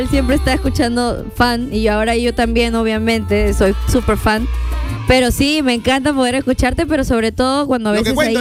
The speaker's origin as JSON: {"language": "Spanish", "region": "Callao", "country": "Peru", "said": "Somos del Callao"}